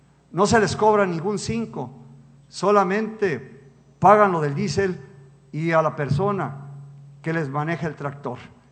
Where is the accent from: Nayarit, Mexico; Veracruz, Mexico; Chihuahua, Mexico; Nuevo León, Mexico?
Nayarit, Mexico; Tepic; para los que somos de Tepic